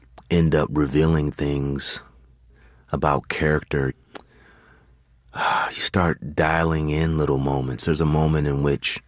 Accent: California, United States; and my father lived in New York, and I was growing up in California.

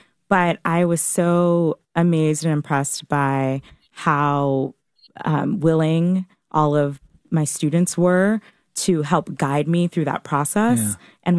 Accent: North Carolina, United States; that felt like a real full circle moment because I'm from North Carolina.

